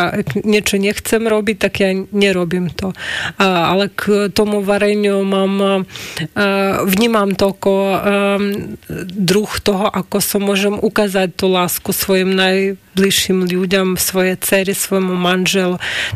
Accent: Dnipro, Dnipropetrovsk Oblast, Ukraine; Slovak is a second language; V podstate my v mojom rodnom meste Dnipro máme také obrovské trhovisko, ktoré volá sa Jazero.

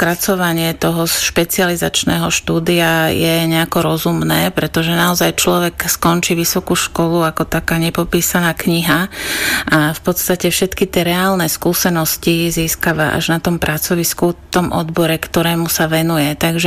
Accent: Letanovce, Košice Region, Slovakia; moved away as an adult; also born or lived in Levoča; now in Košice, Slovakia; narodila som sa v Levoči a žila som v Letanovciach až do svojich 18 rokov. Na gymnázium som chodila v Spišskej Novej Vsi.

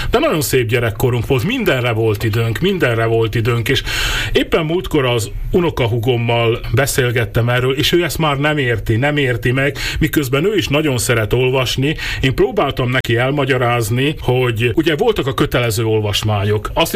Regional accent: Kostolné Kračany, Trnava Region, Slovakia; Én Dunaszerdahely mellett Karcsán, Móroczkarcsán nőttem fel

